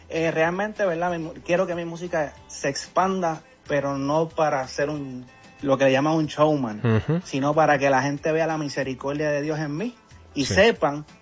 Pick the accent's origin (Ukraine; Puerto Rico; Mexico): Puerto Rico; Pero soy boricua.